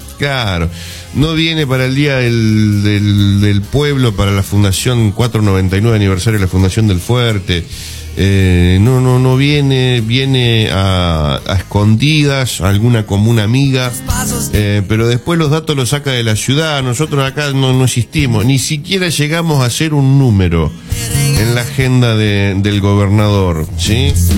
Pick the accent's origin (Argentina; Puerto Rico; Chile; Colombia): Argentina; Santa Fe; somos santafesinos, Maxi, querido, de mi corazón. Sí, somos provincia invencible de Santa Fe también.